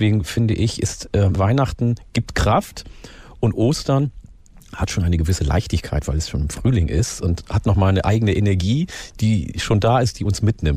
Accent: Falkenburg, Lower Saxony, Germany; In meinem Dorf in Falkenburg in Niedersachsen, wo ich aufgewachsen bin, ein paar hundert Meter von dem Ort, wo wir gewohnt haben, war der große Urwald, der Hasbruch.

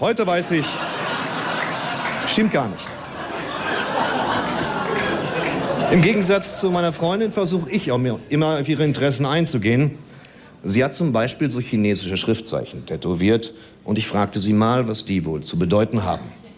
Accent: Dortmund, North Rhine-Westphalia, Germany; Ich komme ja aus Dortmund.

